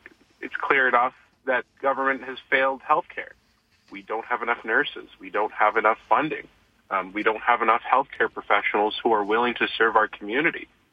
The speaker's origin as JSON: {"language": "English", "town": "Calgary", "region": "Alberta", "country": "Canada", "tie": "born or raised there", "said": "I teach in Calgary Shaw here, just about to go into work. And, I've grown up here. I grew up in Chaparral. I now live elsewhere in the constituency, and you know, I'm rooted here."}